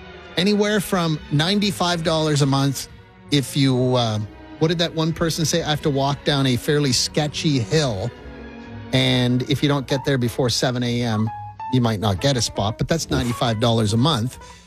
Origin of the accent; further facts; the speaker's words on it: Canada; because I'm Canadian